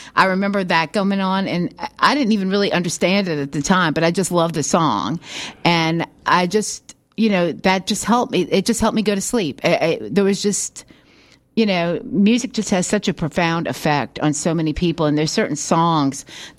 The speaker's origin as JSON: {"language": "English", "town": "Brooklyn", "region": "New York", "country": "United States", "said": "from Brooklyn."}